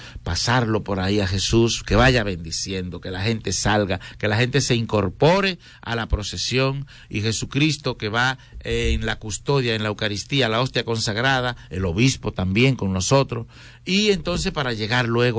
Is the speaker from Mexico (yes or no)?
no; Santiago Rodríguez, Dominican Republic; A mí me gustan personalmente las procesiones porque de niño yo vengo de un campo de Santiago Rodríguez.